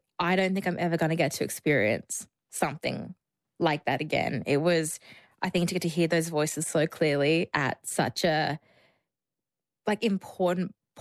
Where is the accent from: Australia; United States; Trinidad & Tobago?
Australia; We all, as an Australian team, had our meals together in the allotment.